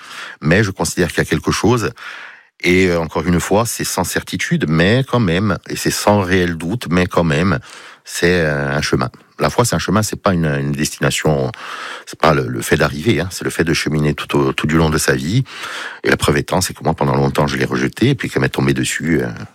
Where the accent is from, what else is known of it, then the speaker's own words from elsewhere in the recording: Bastia, Corsica, France; Je parle souvent de Bastia, et je suis bastiais, j'ai été élevé à Bastia